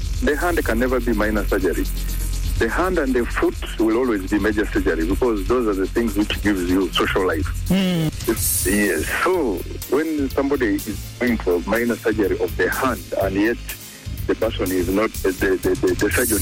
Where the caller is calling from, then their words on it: Masaka, Central Region, Uganda; I'm calling from Masaka.